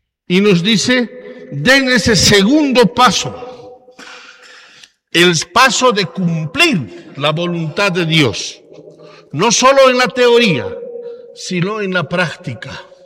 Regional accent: La Paz, Bolivia; Estamos invitados como buenos franciscanos, como buenos paseños, como buenos bolivianos

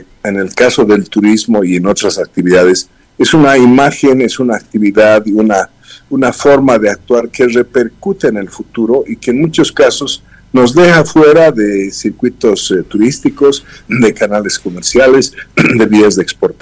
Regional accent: Bolivia; pudiéramos ser capaces como bolivianos

